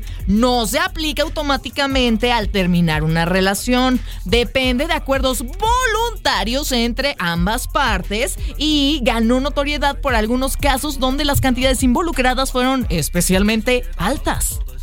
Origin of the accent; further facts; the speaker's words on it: Mexico; born there; nací en México y aquí